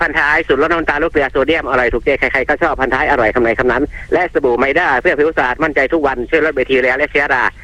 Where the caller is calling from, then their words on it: Mae Mo, Lampang, Thailand; ลำปางครับแม่เมาะครับผม